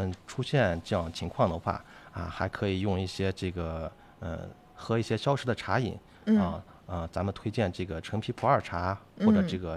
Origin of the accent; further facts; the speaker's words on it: Xinjiang, China; 咱们新疆人